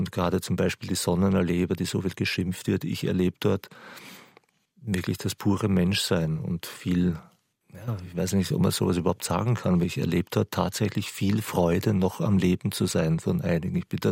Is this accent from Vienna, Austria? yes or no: yes; Vienna, Austria; moved away as an adult; now in Berlin, Germany; Das ist schon immer noch oder gerade jetzt wieder ein sehr, sehr hartes Pflaster. Und da bin ich aufgewachsen und groß geworden. Und irgendwie zieht es mich da immer noch hin.